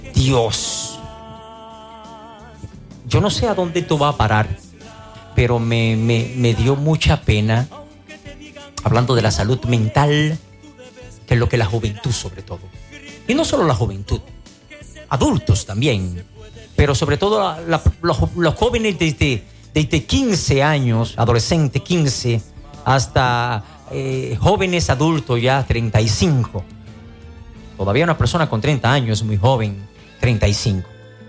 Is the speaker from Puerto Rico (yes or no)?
no; Moca, Espaillat, Dominican Republic; Gracias, Moca. Gracias, mi pueblo mocano.